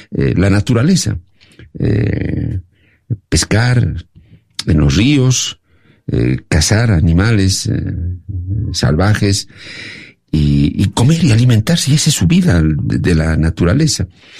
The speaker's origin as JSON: {"language": "Spanish", "country": "Bolivia"}